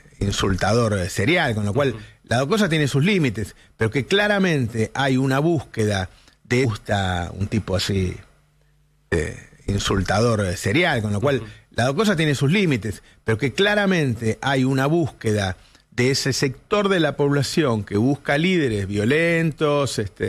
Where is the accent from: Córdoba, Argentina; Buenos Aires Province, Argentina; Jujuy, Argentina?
Buenos Aires Province, Argentina; El Talar; no sé cómo me crié yo, cómo era en Talar, prácticamente éramos todos una misma familia